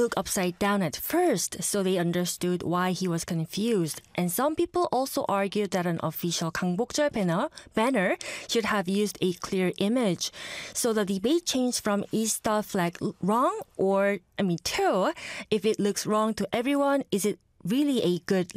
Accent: South Korea; I came here from Korea

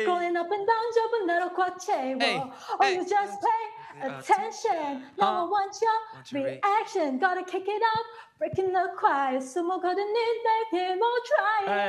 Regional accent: Malaysia; I'm from Malaysia.

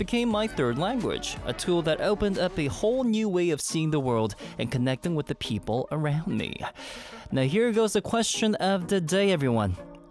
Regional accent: Montreal, Quebec, Canada; my own childhood growing up in Montreal, Canada. In that vibrant bilingual city, learning French wasn't just a school subject. It became my third language

